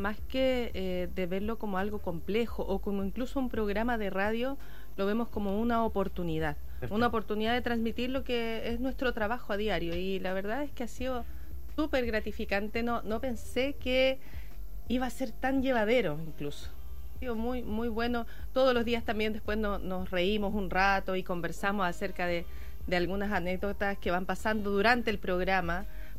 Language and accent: Spanish; Valparaíso, Chile; Y yo soy porteña de corazón